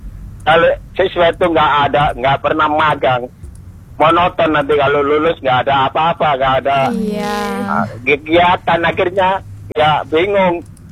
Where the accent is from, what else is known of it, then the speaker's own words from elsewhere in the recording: Surabaya, East Java, Indonesia; born there; Surabaya asli. Surabaya ndire aku. Yen lahir nang Surabaya aku.